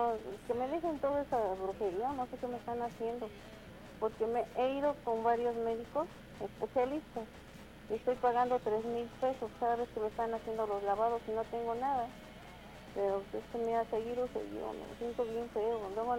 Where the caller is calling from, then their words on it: Tenancingo, Tlaxcala, Mexico; De Tenancingo, Tlaxcala